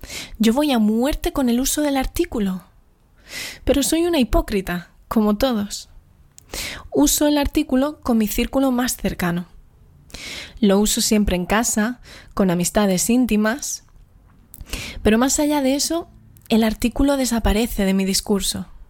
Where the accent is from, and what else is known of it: Andalusia, Spain